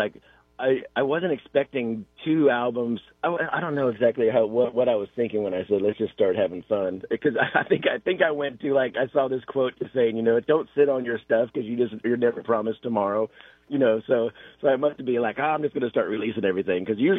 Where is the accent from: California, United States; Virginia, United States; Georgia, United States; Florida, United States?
California, United States; born there; I wasn't born. I was born in Southern California.